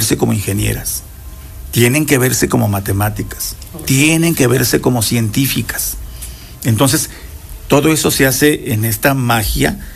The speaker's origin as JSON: {"language": "Spanish", "country": "Mexico"}